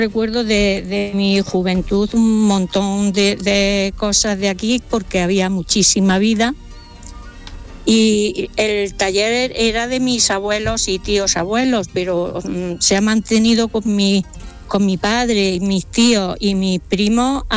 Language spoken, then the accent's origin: Spanish; Huéscar, Andalusia, Spain; born there; soy vecina, como otras cuantas personas de Bujéjar, y precisamente ahora mismo estamos aquí en la aldea.